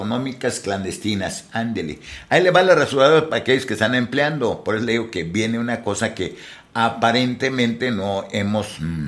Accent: Mexico; Somos mexicanos o somos latinos o somos migrantes que así como llegamos ahí tenemos que buscar cómo no dejar de mandar las remesas.

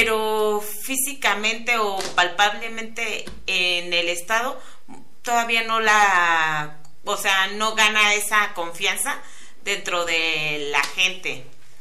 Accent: Michoacán, Mexico; soy michoacana y porque aquí radico

